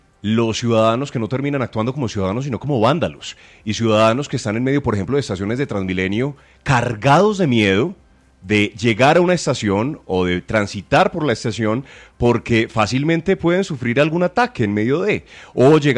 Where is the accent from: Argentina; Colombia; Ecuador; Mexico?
Colombia; como colombianos tenemos el derecho de salir y la necesidad.